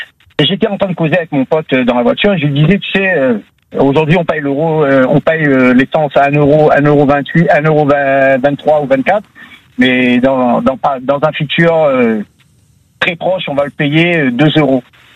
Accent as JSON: {"language": "French", "region": "Réunion", "country": "France", "moved": "as an adult", "lives_now": "Canet-en-Roussillon, France", "said": "Moi, je viens de la Réunion, ça fait pas longtemps que je suis ici. Je suis sur Canet en Roussillon."}